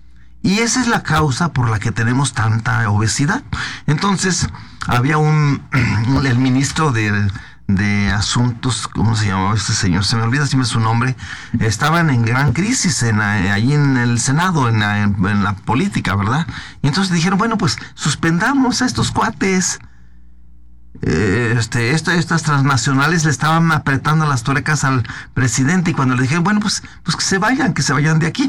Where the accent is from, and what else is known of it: Oaxaca, Mexico; born or raised there